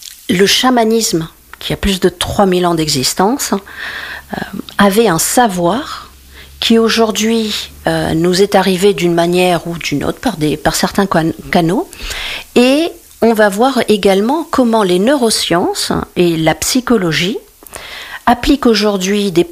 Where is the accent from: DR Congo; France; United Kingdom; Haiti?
France; born there; moi je suis née en France.